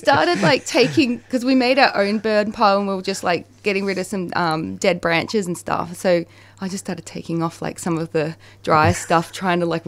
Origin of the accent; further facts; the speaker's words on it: Gippsland, Victoria, Australia; So me and Adrian grew up in Gippsland. He was from Toongabi. I was from Winnandoo, which is near Rosedale.